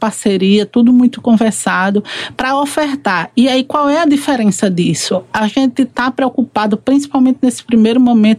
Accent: Sergipe, Brazil; A gente sente o nordestino, ele sempre saudade de casa no meio

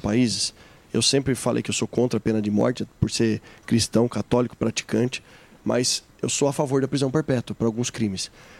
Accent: Sorocaba, São Paulo, Brazil; pouca gente sabe, mas sabe que eu sou sorocabano

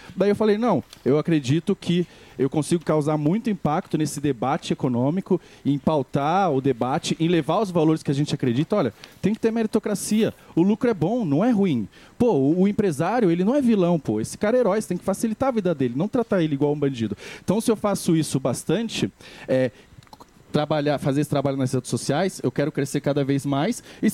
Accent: São Paulo, Brazil; eu era da Zona Leste, cresci em Itaquera, e hoje moro num bairro bom

